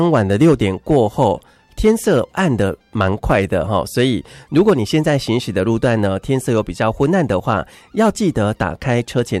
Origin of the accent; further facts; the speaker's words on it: Kaohsiung, Taiwan; moved away; 因为我是高雄人，